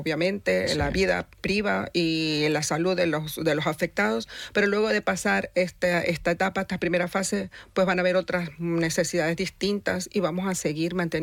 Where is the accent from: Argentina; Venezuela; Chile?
Venezuela; now in Gipuzkoa, Spain; ahí no somos solo venezolanos